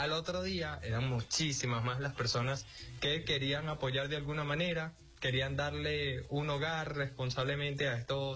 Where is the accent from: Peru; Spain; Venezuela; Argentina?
Venezuela; Barquisimeto, Lara; cómo somos los guaros, cómo somos los ladenses, cómo somos los venezolanos